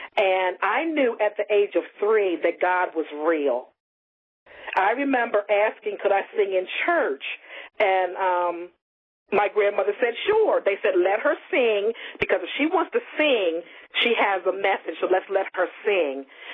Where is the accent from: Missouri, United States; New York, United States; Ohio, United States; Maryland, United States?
Maryland, United States; Ridgely; Well, I am originally from Ridgely, Maryland, and it's a small country town, and my grandmother was a gifted musician.